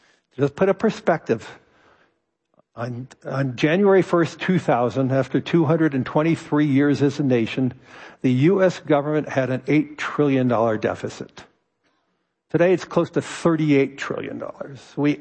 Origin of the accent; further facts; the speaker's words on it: Los Angeles, California, United States; now in New York, United States; I was born and raised in Los Angeles. New York's my adopted home. I love it there.